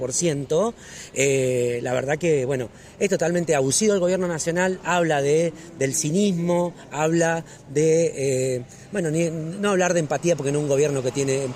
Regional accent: Argentina; esto que nos está sucediendo como argentinos, no es una cuestión individual, es una cuestión colectiva

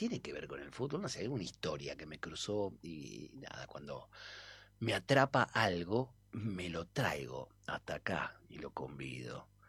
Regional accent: Argentina; soy argentino

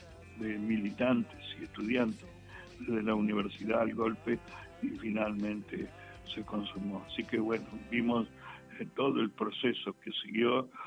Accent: Argentina; como yo soy el único argentino vivo que estuvo preso de Pinochet en ese momento

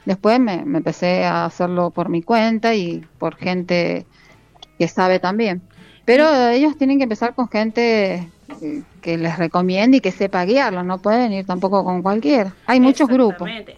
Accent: Luján de Cuyo, Mendoza, Argentina; yo hago deporte acá en el Polideportivo de Luján de Cuyo, soy acá de Luján.

